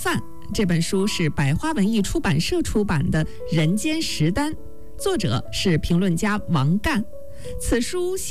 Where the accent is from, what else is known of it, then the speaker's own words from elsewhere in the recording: China; 我们中国人特别讲究吃，可以说是世界第一。